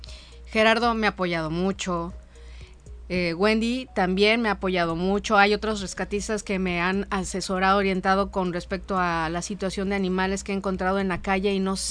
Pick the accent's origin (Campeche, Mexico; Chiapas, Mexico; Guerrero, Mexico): Guerrero, Mexico; Atoyac de Álvarez; yo crecí en Atoyac de Álvarez. Yo tenía nada más contacto con animales muy grandes como caballos, vacas